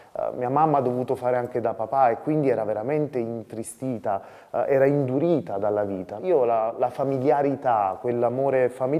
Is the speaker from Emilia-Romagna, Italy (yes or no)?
no; Caserta, Campania, Italy; Io sono originario di Caserta. Il luogo dove sono nato nella mia città è uno dei quartieri, quelli belli strong, quelli proprio tosti, duri, no?